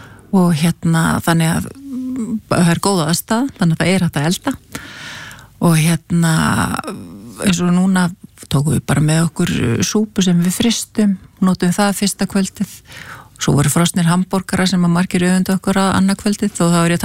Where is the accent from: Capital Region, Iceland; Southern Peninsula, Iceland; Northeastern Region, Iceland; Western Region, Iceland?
Capital Region, Iceland; Mosfellsbær; þá var ég að stýra svona verkefni upp í Mosfellsbæ, mínum heimabæ um heilsueflandi samfélag